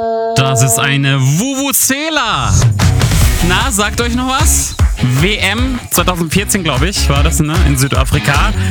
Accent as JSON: {"language": "German", "country": "Bosnia & Herzegovina", "said": "Ey, Leute, und dieses Jahr ist auch mein Heimatland, Bosnien und Herzegowina, mit dabei."}